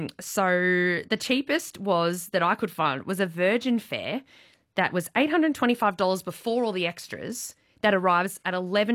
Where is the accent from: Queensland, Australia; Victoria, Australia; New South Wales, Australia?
Victoria, Australia; Melbourne; And I'm from Melbourne originally, an AFL family